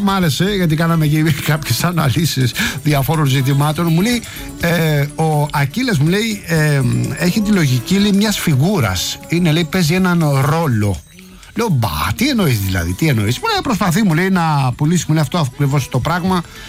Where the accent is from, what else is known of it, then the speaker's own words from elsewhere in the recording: Rafina, Attica, Greece; Καλημέρα στο φίλο μου τον Πάνο εκεί από την πατρίδα μου τη Ραφίνα.